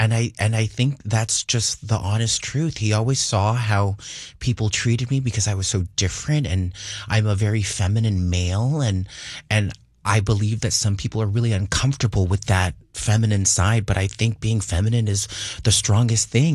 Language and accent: English; Fresno, California, United States; born there; moved away; also born or lived in Massachusetts; I did do some growing up in Fresno, California